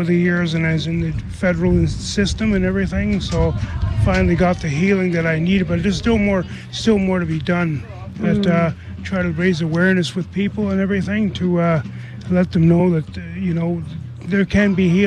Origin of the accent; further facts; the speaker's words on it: Manitoba, Canada; Lake Manitoba First Nation.